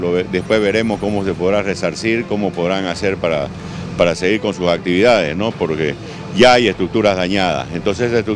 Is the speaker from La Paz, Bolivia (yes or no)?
no; Santa Cruz, Bolivia; yo estoy firme acá, Santa Cruz es mi pueblo, Bolivia